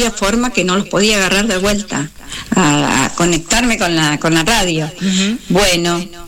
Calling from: Campillo, Argentina; soy de Campillo

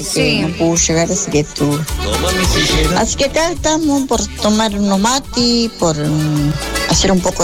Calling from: Río Negro, Argentina; acá de Río Negro

